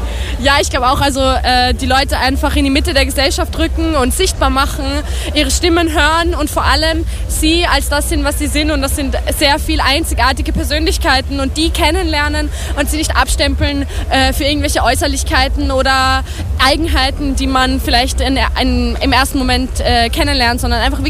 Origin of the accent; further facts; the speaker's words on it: Vienna, Austria; Wir sind nämlich aus Wien, aus dem 22. Bezirk, aus dem ERG Donaustadt